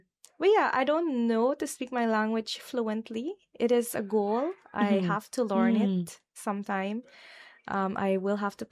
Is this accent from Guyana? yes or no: yes; Guyana; accent: village accent; English is a second language; So when I first moved out of the village, I had my village accent, indigenous peoples.